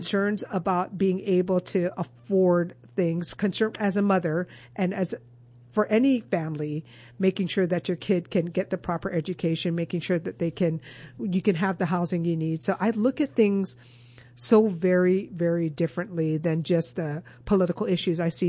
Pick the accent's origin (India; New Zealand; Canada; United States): United States; Mililani, Hawaii; I don't know that would be a conversation that would happen in my hometown of Mililani or on my island.